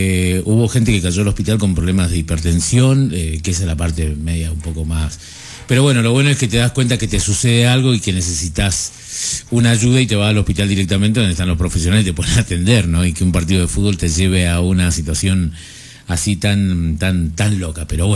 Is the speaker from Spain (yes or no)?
no; Argentina; somos argentinos